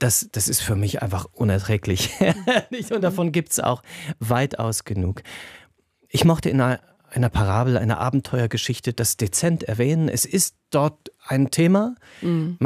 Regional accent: Osnabrück, Lower Saxony, Germany; born there

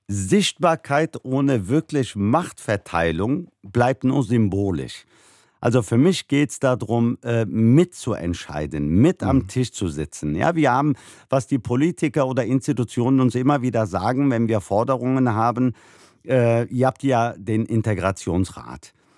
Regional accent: Germany; egal wo ich auf der Welt bin, wenn ich gefragt werde, wo ich herkomme, sage ich immer, ich bin Deutscher.

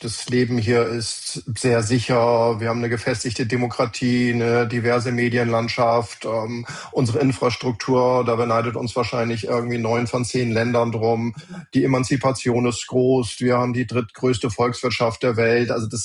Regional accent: Germany; wir Deutschen

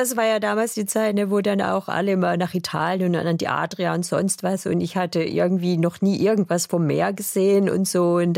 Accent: Baden-Württemberg, Germany; accent: Alemannic; Also ich rede ja eigentlich alemannischen Dialekt, und ich konnte wirklich total schlecht Hochdeutsch.

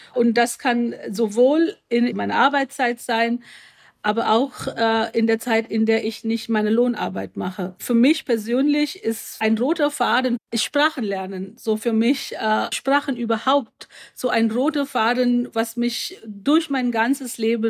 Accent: Mumbai, Maharashtra, India; German is a second language; moved away as an adult; now in Berlin, Germany; und wohne seit knapp 12 Jahren in Berlin. Ich bin in Mumbai aufgewachsen, Ende 80er, Anfang 90er.

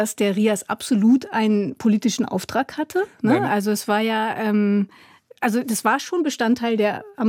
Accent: East Germany, Germany; Ich bin ja in der DDR groß geworden, dann kommen wir vielleicht später auch nochmal dazu.

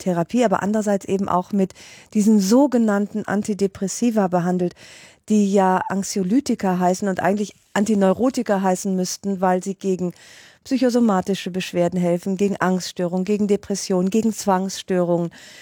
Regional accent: Rhineland, Germany; ich bin ja Rheinländerin und Ungarin

